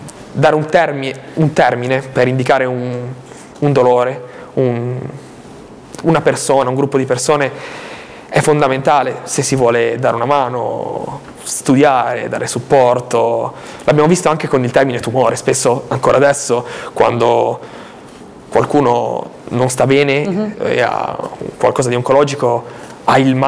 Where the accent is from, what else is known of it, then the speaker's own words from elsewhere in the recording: Albenga, Liguria, Italy; E prima il nostro comune di Albenga, noi siamo di Albenga … di Albenga, e subito dopo la regione Liguria ci hanno dato una mano.